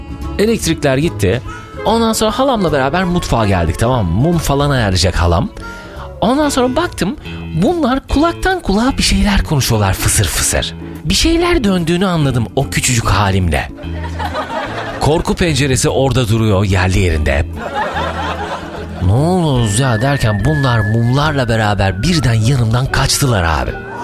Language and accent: Turkish; İbriktepe, Edirne, Turkey; Köydeyiz. Trakya'nın en dip köşe köylerinden biri İbriktepe, bizim köyümüz. Kuş uçmaz, kervan geçmez bir köy. Yunanistan sınırında. Bizim evin bahçesinden baktığın zaman Yunanistan'ın ışıkları görünür. Evimiz de köyün en sonunda. Çıkışta bir yerde.